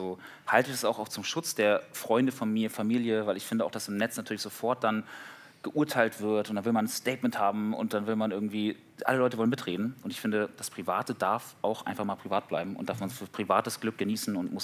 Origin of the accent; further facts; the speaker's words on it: Schleswig-Holstein, Germany; habe ich nur so den Norden, also Ostholstein, Schleswig-Holstein ist meine Heimat. Da wohne ich auch wieder.